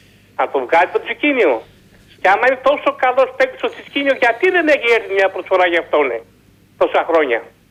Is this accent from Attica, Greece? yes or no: yes; Petralona, Attica, Greece; born there; Είμαι και εγώ 65 χρονών, γεννήθηκα και εγώ στα Πετράλωνα.